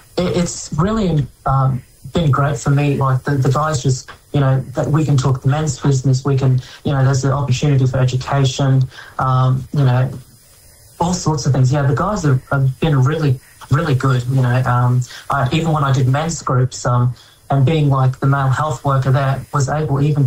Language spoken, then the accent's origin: English; Bundaberg, Queensland, Australia; I grew up in Bundaberg, my hometown. That's where I started my journey as an Aboriginal health worker trainee.